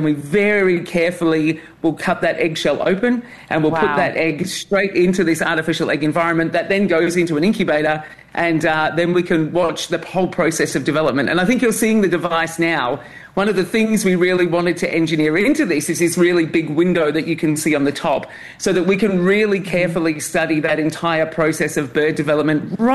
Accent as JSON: {"language": "English", "country": "Australia", "said": "the Tasmanian tiger is another one from my home country of Australia that we're working on."}